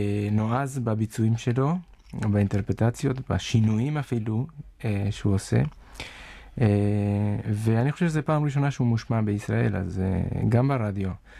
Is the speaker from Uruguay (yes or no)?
yes; Uruguay; now in Israel; מאורוגוואי, ארץ מולדתי.